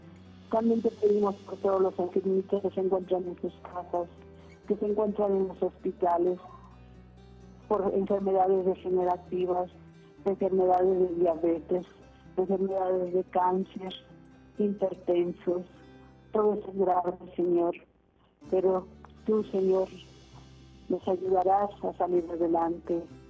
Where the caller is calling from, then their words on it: Michoacán, Mexico; De Jungatlán, Michoacán